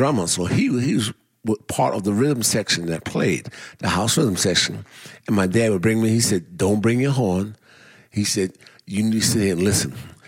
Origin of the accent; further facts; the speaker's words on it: New York City, New York, United States; Look, I grew up in Brooklyn.